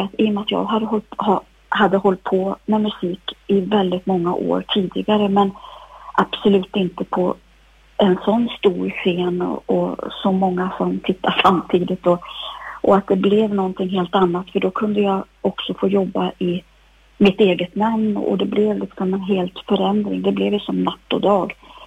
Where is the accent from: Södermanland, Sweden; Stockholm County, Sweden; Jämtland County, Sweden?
Jämtland County, Sweden; Östersund; vi kom ju från Jämtland, Östersund